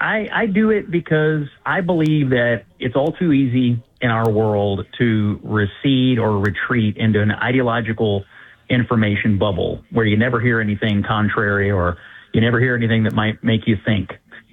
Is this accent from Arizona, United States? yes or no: no; Kentucky, United States; Well, I'm from Kentucky, first of all, and my first broadcasting jobs were as a teenager. I worked in a small town radio in West Kentucky when I was in high school